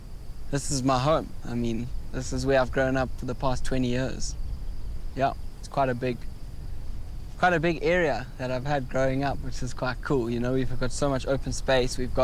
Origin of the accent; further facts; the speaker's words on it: South Africa; I'm from South Africa, and this year I'm 22 years old, and I'm a professional motorbike rider.